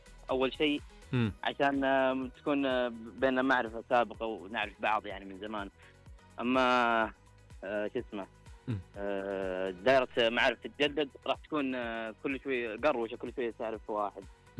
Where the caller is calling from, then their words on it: Al-Kharj, Riyadh Province, Saudi Arabia; من الخرج.